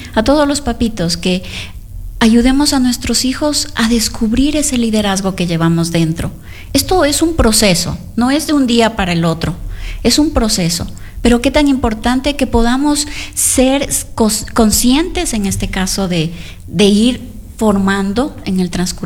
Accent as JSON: {"language": "Spanish", "region": "Loja", "country": "Ecuador", "tie": "born there", "moved": "yes", "lives_now": "Quito, Ecuador", "said": "Aquí nací en Loja"}